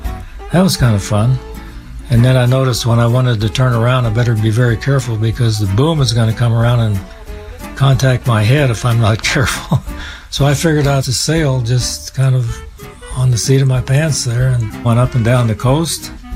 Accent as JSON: {"language": "English", "region": "Kansas", "country": "United States", "tie": "born or raised there", "said": "because growing up in Kansas, you don't get a chance to sail a lot."}